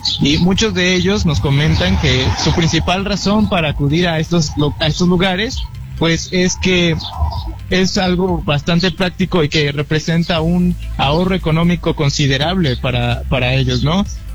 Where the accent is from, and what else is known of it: Hidalgo, Mexico